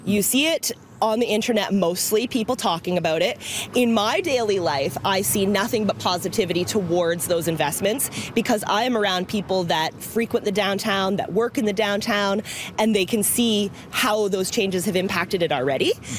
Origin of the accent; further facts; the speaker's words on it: Ingersoll, Ontario, Canada; I grew up in Ingersoll and had a business in downtown Ingersoll, with my family did.